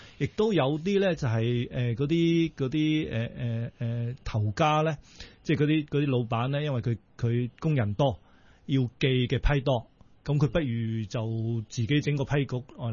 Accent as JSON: {"language": "Cantonese", "area": "Chaoshan", "region": "Guangdong", "country": "China", "said": "我哋以潮汕地區為例啦"}